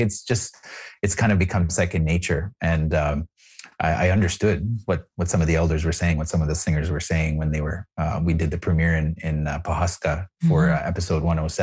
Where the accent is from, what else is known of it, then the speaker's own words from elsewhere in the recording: Toronto, Ontario, Canada; born there; I was fortunate that my mom, like I was born in Toronto, you know, but I grew up in community.